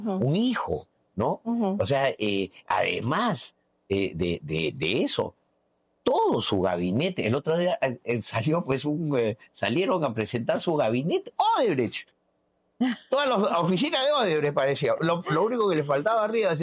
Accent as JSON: {"language": "Spanish", "country": "Peru", "said": "O sea, nosotros somos peruanos, no somos tibios y vamos a ir hasta el final"}